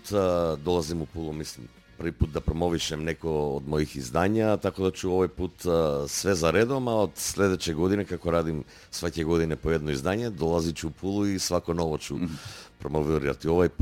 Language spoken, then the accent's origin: Croatian; Kočani, North Macedonia; now in Skopje, North Macedonia; živim i radim u Skopju, inače se rodom iz Kočana.